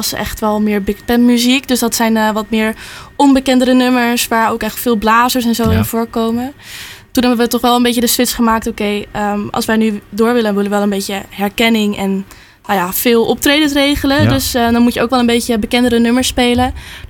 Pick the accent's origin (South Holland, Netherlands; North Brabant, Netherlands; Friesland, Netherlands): Friesland, Netherlands; Langweer; Ik kom zelf uit Langweer. Ja, ja. Lekker hier dichtbij.